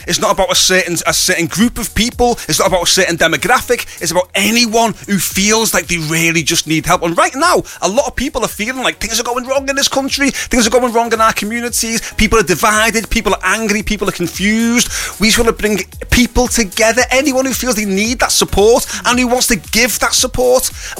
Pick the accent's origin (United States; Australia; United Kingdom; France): United Kingdom; Rainhill, North West England; also born or lived in Old Swan; I was brought up in Rainhill and then I lived in Old Swan, like either side, you know what I mean?